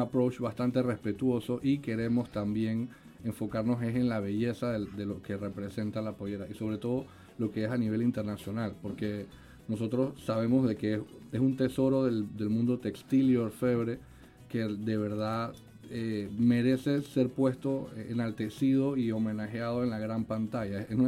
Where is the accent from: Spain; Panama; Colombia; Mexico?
Panama